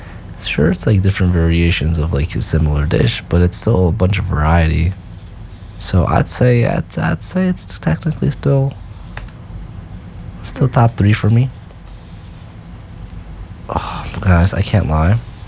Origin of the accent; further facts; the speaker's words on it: Charlotte, North Carolina, United States; I am a Peruvian from Charlotte, North Carolina. Good old Southern state.